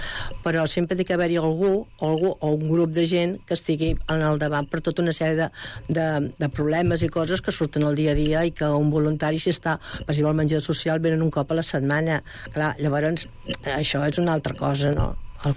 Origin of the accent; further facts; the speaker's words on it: Mollet del Vallès, Catalonia, Spain; jo soc de Mollet tota la vida, visc ara a la mateixa casa on vaig néixer.